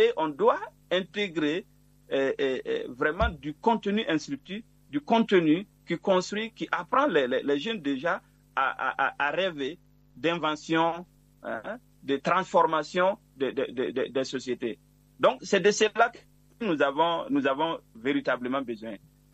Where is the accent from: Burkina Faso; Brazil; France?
Burkina Faso